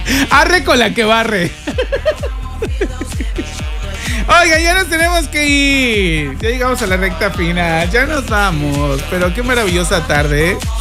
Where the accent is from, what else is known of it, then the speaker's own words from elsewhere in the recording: Mexico; que nos suele caracterizar a nosotros los mexicanos.